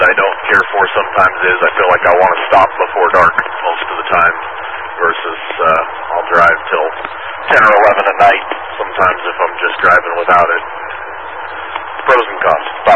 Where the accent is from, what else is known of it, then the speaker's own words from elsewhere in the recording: Blackfoot, Idaho, United States; moved away; I grew up in Blackfoot, so, well, west of Blackfoot in Idaho there, and that's all my old stomping grounds.